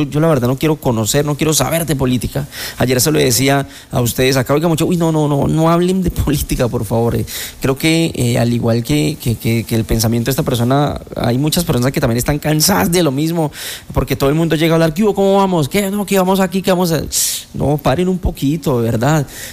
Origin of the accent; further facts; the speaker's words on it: Colombia; Todos somos colombianos